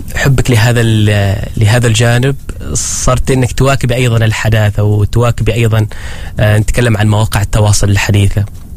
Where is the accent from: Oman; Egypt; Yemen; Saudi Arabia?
Oman; وإحنا شوية العمانية عن لهجتنا تختلف عن لهجتكم